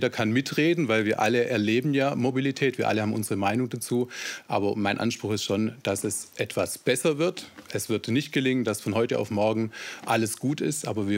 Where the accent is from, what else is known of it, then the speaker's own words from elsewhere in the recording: Ludwigsburg, Baden-Württemberg, Germany; Nein, also ich komme aus Ludwigsburg